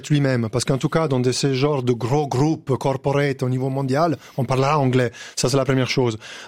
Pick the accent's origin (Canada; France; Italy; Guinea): Italy; accent: Italian; moved away; mon accent italien.